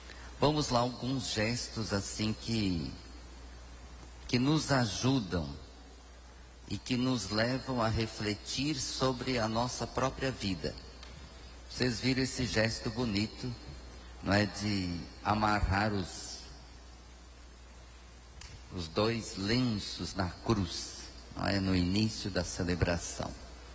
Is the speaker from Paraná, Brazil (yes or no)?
no; Seberi, Rio Grande do Sul, Brazil; Embora eu seja gaúcho, sou gaúcho, né? Sou gaúcho. Nascido aqui, na cidade mais importante do Brasil, que é minha terra natal, não é? Então, a cidade bonita chamada Seberi, bem aí perto.